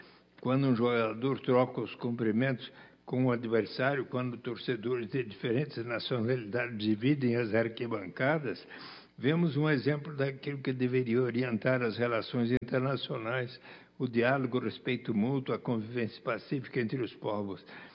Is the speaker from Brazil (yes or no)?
yes; Brazil; E como brasileiros e brasileiros apaixonados pelo futebol